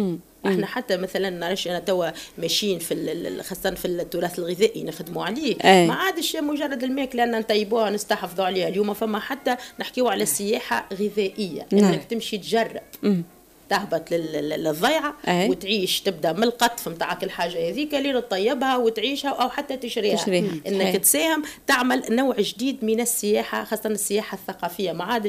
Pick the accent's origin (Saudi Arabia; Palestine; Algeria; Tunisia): Tunisia; عندنا 24 ولاية